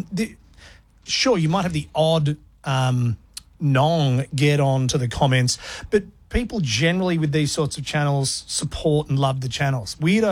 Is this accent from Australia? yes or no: yes; Australia; They might recognise we're from Australia